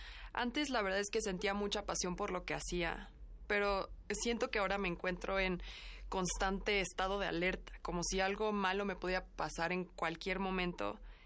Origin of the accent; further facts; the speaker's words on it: Puebla, Mexico; soy periodista y soy de aquí de Puebla.